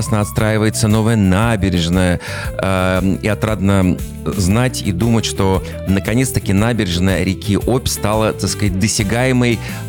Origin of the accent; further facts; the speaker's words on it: Novosibirsk, Novosibirsk Oblast, Russia; born there; moved away; Я действительно из Новосибирска. Именно из Новосибирска. Да. Я всегда с гордостью говорю вообще в любой точке земного шара, что я родился в Сибири, что я сибиряк.